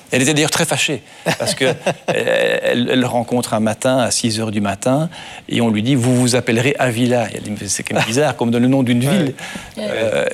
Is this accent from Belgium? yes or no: yes; Belgium; c'est la diversité dont vous parlez, qui chez nous, en Belgique, est aussi présente, mais c'est un fédéralisme à deux que nous avons chez nous.